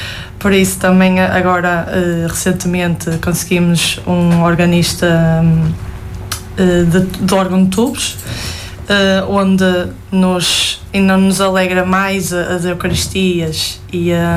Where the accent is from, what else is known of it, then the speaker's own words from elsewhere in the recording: Moselos, Norte, Portugal; Eu sou natural de Moselos, sou moselense.